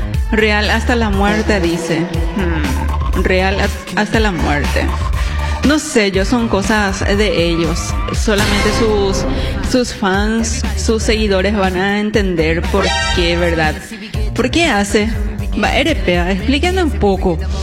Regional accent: Paraguay; Somos paraguayos

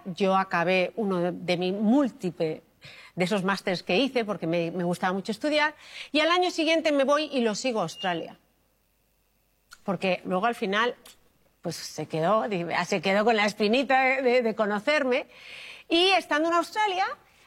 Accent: Madrid, Community of Madrid, Spain; born there; moved away; Pero soy de aquí, nací en Madrid.

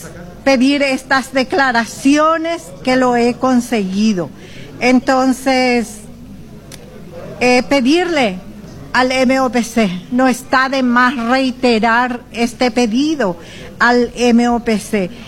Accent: Paraguay; decirle a mis compueblanos unionenses

